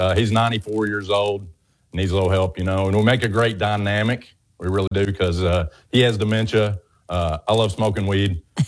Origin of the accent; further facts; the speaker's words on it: Murray, Kentucky, United States; accent: Southern; I'm in Murray, Kentucky.